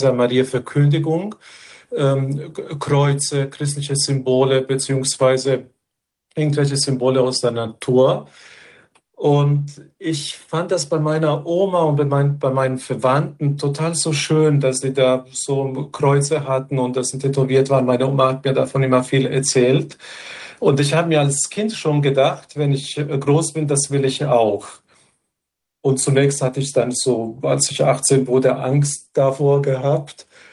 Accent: Bosnia & Herzegovina; Ich bin, glaube ich, Mestina so mit 5 oder 6 geworden. Und wenn ich mich an Bosnien, an meine Kindheit bis zu mei

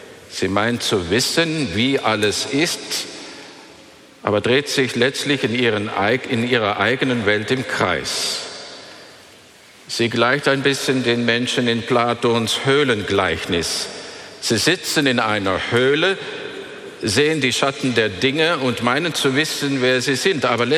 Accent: Netherlands; ich bin ja Niederländer

